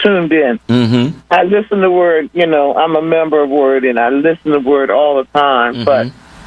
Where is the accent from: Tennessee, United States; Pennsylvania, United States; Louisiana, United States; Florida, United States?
Pennsylvania, United States; Philadelphia; former resident of North Philly. I grew up in Strawberry Mansion, long, long, long ago.